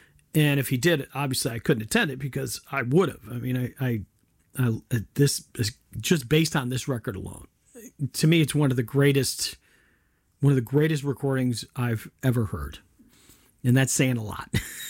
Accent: Rochester, New York, United States; accent: Rochester; is that my Rochester accent coming up?

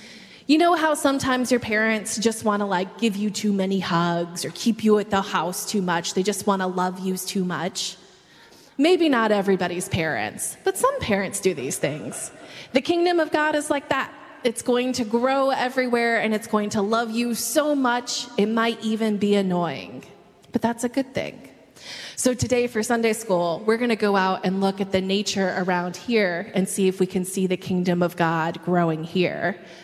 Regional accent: Southern Appalachians, United States; moved away; I am from the Southern Appalachians, so the Smoky Mountains or the Blue Ridge Mountains

